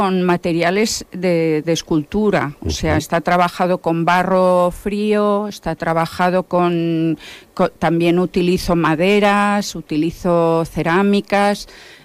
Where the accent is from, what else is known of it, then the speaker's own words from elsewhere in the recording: Ibiza, Balearic Islands, Spain; para los que somos de Vila